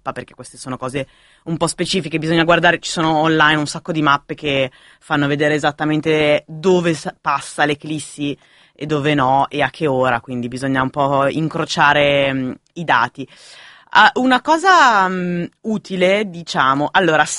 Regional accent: Lecco, Lombardy, Italy; io sono di Lecco

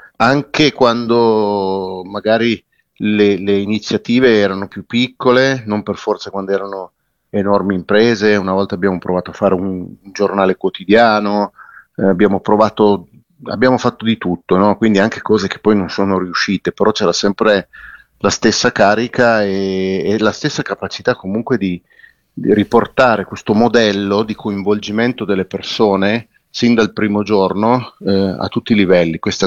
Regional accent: Bra, Piedmont, Italy; Io sono di Bra, prima di tutto, e quindi come Carlo sono nato e cresciuto in questa cittadina un po' particolare e curiosa.

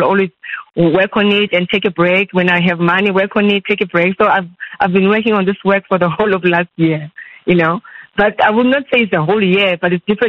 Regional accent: South Africa; I'm from South Africa

